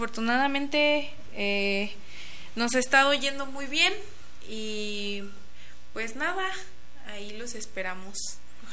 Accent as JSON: {"language": "Spanish", "town": "Charo", "region": "Michoacán", "country": "Mexico", "moved": "as an adult", "lives_now": "Morelia, Mexico", "said": "Pues soy de Charo, pero pues he estado viviendo aquí en Morelia desde hace como 6 años aproximadamente. Y voy y vengo, pero nunca dejo Charo"}